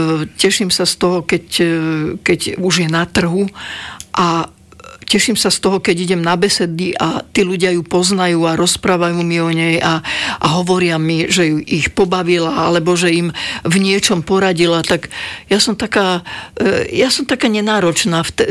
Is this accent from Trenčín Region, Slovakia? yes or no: yes; Považská Bystrica, Trenčín Region, Slovakia; born there; also born or lived in Púchov; now in Bratislava, Slovakia; Ja som sa narodila v Považskej Bystrici, potom som žila v Púchove a tu som 52 rokov.